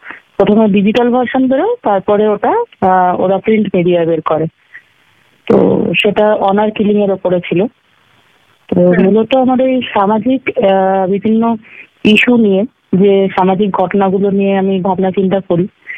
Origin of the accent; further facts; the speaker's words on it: Asansol, West Bengal, India; born there; moved away; also born or lived in Malda / Kolkata; অনেকটাই আমি আসানসোলে বড় হয়েছি, আমার এখানে জন্ম এবং এখানে বড় হওয়া। কিন্তু তারপরে পড়াশোনার জন্য আমাকে উত্তরবঙ্গে যেতে হয়, মালদায় বহুদিন ছিলাম, আবার আমাকে কলকাতায় আসতে হয়।